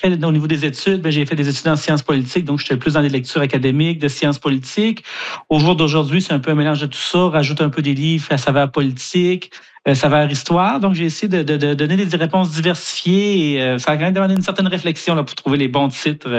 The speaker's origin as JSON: {"language": "French", "town": "Kedgewick", "region": "New Brunswick", "country": "Canada", "tie": "born or raised there", "said": "j'ai grandi à Kedgewick, dans le nord du Nouveau-Brunswick."}